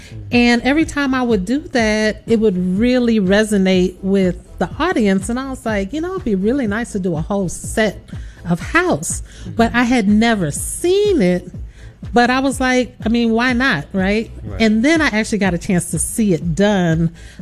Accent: Lansing, Michigan, United States; also born or lived in Nashville / Los Angeles / Japan; now in Memphis, United States; I'm originally from Lansing, Michigan, by way of Nashville, by way of Los Angeles, by way of Japan, and now Memphis. And but I've been here a good 20 years, so I feel like a Memphian.

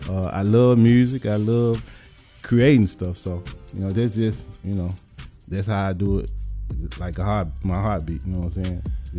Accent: Memphis, Tennessee, United States; Born and raised in North Memphis, man.

